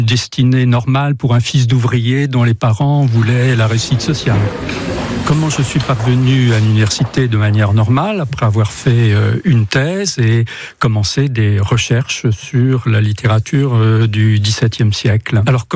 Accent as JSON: {"language": "French", "town": "Le Mans", "region": "Pays de la Loire", "country": "France", "tie": "born or raised there", "said": "j'ai 72 ans, comme la Sarthe, je suis né au Mans, rue de la Pelouse, et j'habite le Mans depuis toujours."}